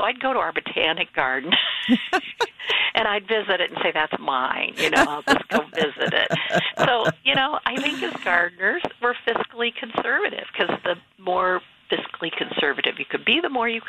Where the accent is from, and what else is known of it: Ohio, United States; born or raised there